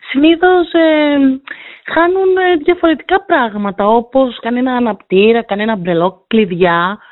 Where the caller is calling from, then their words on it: Lamia, Central Greece, Greece; από τη Λαμία.